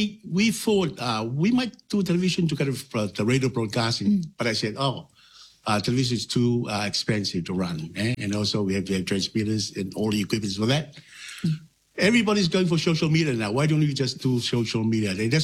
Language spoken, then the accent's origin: English; Tonga; I grew up in Tonga, and all my life I've been living in Tonga. I never ever liked to migrate.